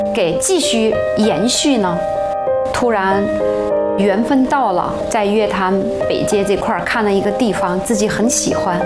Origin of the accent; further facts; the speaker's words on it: Sichuan, China; 然后我们四川人是离不开泡菜的，家家户户都要泡泡菜，但是十家有十个味道。